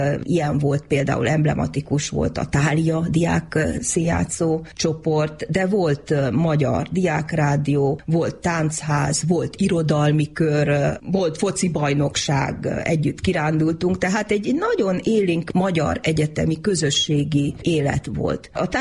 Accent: Satu Mare, Satu Mare County, Romania; Nagyon büszke vagyok rá, hogy a szülővárosom színházának előadásával nyitottuk meg a MITEM-et

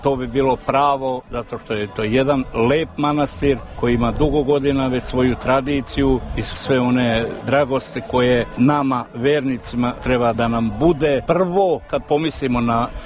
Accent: Šumadija and Western Serbia, Serbia; imamo drugara Vlatko iz Bogdana, dolazimo iz Rasine.

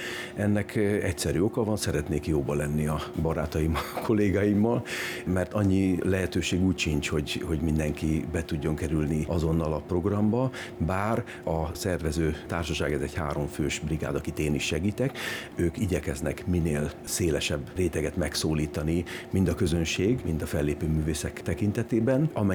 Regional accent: Budapest, Hungary; én magam is a 17. kerületben nőttem fel, és ott élek a mai napig

